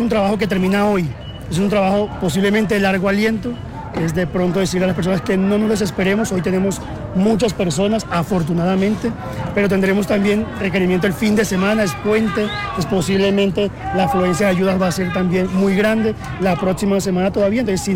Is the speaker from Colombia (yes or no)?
yes; Colombia; el gran corazón que tenemos como colombianos